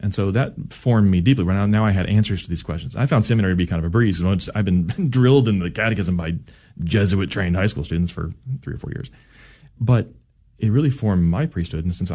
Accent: Cedar Hill, Texas, United States; also born or lived in Dallas; I grew up in Cedar Hill, Texas, just south of here. I loved coming in the day. I got to see I was born in Dallas. I could see literally the place I was born outside the window.

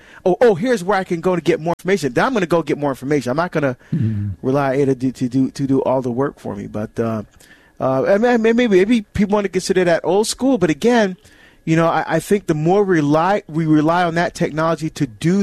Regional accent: New Jersey, United States; Frank is calling from my home state of New Jersey, listening on the EWTN app.

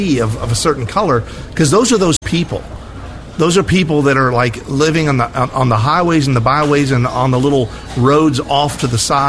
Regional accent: United States; born there

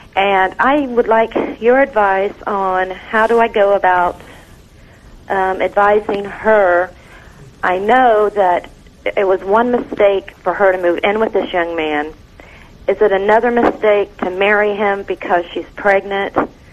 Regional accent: Ohio, United States; I'm from Ohio.

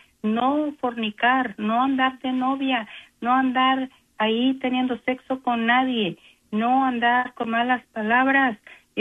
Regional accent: Mexico; Y los mexicanos, yo soy mexicana, de ahí viene.

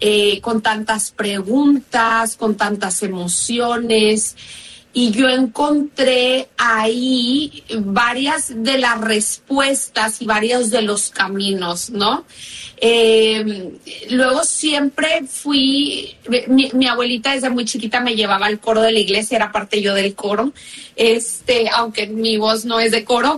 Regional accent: Monterrey, Nuevo León, Mexico; moved away as an adult; also born or lived in Spain; now in United States; yo soy mexicana de nacimiento. Nací y crecí en México con mi familia. Y cuando me casé con mi esposo, bueno, ya tenemos 18 años de casados, pero tenemos en Estados Unidos 16 años.

